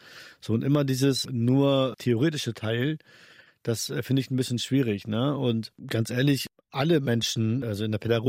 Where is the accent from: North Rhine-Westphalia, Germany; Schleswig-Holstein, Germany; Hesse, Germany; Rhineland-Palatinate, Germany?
Schleswig-Holstein, Germany; Henstedt-Ulzburg; ich bin in Hensch-Ulzburg geboren und ich bin waschechter Hensch-Ulzburger.